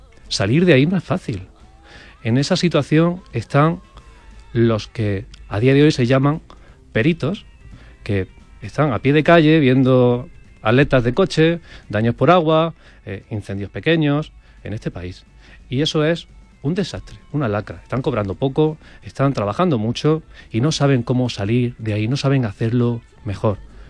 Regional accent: Linares, Andalusia, Spain; yo soy de Linares, en la provincia de Jaén.

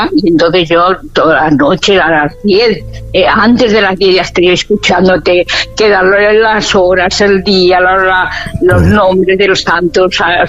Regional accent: Catalonia, Spain; Es que yo no soy de aquí, señora, yo soy de Cataluña, y en Barcelona a los niños se dicen canalla.

